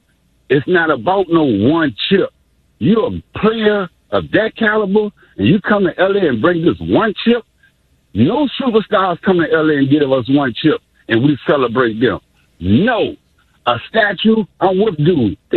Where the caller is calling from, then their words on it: Richmond, Virginia, United States; I'm from Richmond, Virginia, so I followed you back in the days.